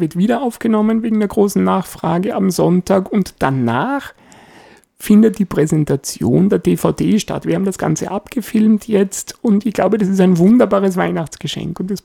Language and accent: German; Vienna, Austria; Und das ist die Parallele auch zum Wiener Lied zum Beispiel. Also aus meiner Heimat.